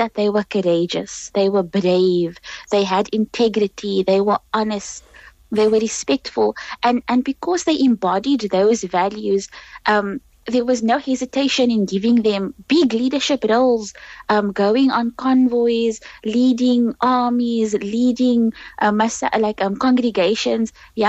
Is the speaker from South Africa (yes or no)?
yes; South Africa; as Muslim South African youth, we have the beautiful heritage of Islam and we have the amazing heritage of our country.